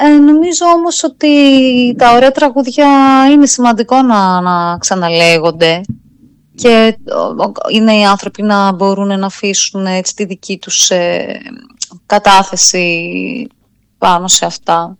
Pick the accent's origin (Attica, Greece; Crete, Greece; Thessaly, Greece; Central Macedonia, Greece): Central Macedonia, Greece; Thessaloniki; moved away as an adult; Γεννήθηκα και μεγάλωσα στη Θεσσαλονίκη, λοιπόν. Ήρθα στην Αθήνα να σπουδάσω θεατρολογία, θεατρικών σπουδών.